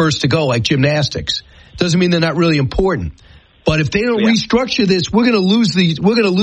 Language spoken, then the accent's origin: English; Long Island, New York, United States; outside where I grew up in Long Island, and you in Iowa